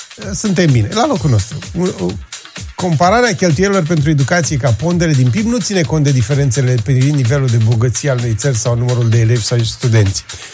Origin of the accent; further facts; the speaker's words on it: Romania; Și eu sunt român, m-am prins.